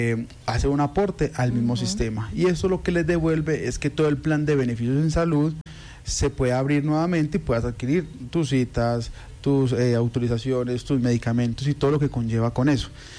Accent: Colombia; es como un deber como colombiano, como ciudadano.

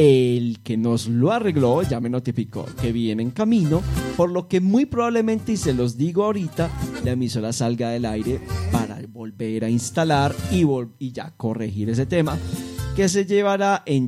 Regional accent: Paisa region, Colombia; si no fuéramos paisas berracos

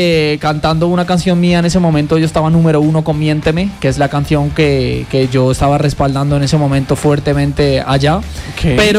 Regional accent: Toledo, Castilla-La Mancha, Spain; De Toledo, España. Toledo.

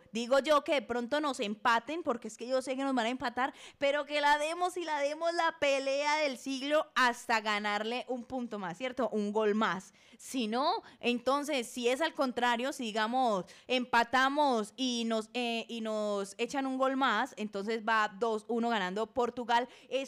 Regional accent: Colombia; aquí todos somos colombianos

